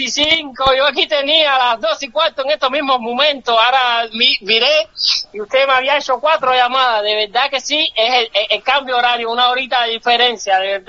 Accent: Cuba; A veces entre nosotros los cubanos nos decimos

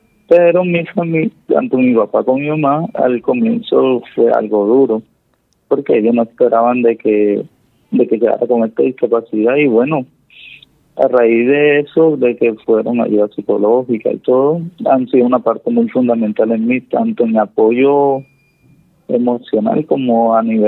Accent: Ciénaga, Magdalena, Colombia; tengo 27 años, soy del municipio de Ciénaga Magdalena.

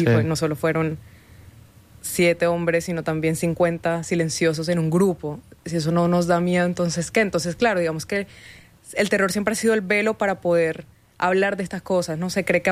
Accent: Barranquilla, Atlántico, Colombia; moved away as an adult; now in Bogotá, Colombia; yo crecí en Barranquilla, hasta hace 3 años, ahorita vivo en Bogotá, que quizá el clima se parece un poco más al de acá, pero en Barranquilla hace mucho calor, y aparte es una ciudad muy carnavalera, muy fiestera

